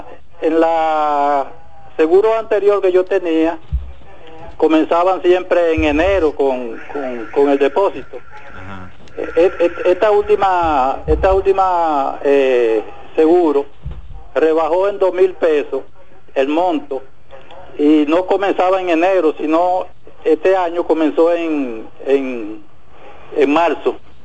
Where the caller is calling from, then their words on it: Dominican Republic; Buenos días, le habla … del Sánchez Quisqueya.